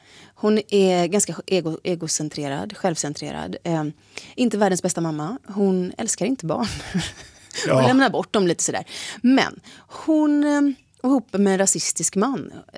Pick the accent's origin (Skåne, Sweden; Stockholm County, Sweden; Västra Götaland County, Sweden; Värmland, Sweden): Västra Götaland County, Sweden; Gothenburg; jag som gammal göteborgare känner inte igen mig